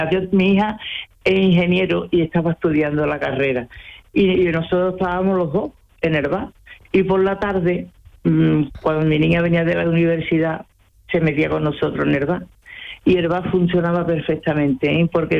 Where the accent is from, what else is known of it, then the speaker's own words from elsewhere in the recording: Cumbres Mayores, Andalusia, Spain; porque nosotros somos de Cumbres Mayores. Nosotros traíamos las chacinas de toda la sierra.